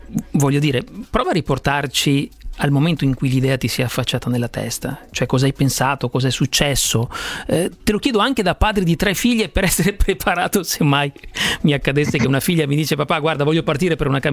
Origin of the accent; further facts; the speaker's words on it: Verona, Veneto, Italy; Te lo dico da veronese